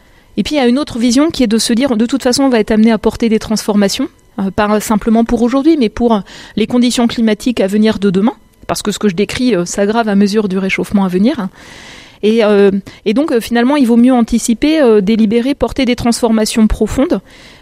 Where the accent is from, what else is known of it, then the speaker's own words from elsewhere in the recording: Grand Est, France; Mon expérience personnelle, j'ai grandi en Lorraine. Je passais mes vacances d'été en Bretagne, des vacances d'été qui avaient été marquées par des marées noires.